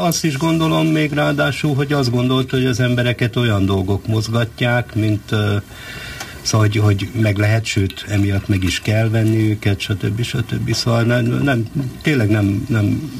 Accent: Nyíregyháza, Szabolcs-Szatmár-Bereg, Hungary; born there; also born or lived in Szeged; now in Budapest, Hungary; Hát születni Nyíregyházán születtem, a nagyszüleim azok tunyogmatolcsiak és gacsáiak

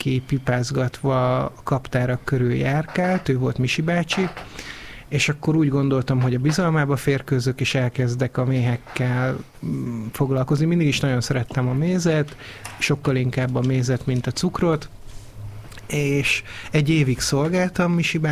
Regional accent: Győr-Moson-Sopron, Hungary; also born or lived in Eger; én egyébként eredetileg Egerbe születtem, egy Győr melletti kisfaluban nőttem fel, a Hanságba jártam középiskolába

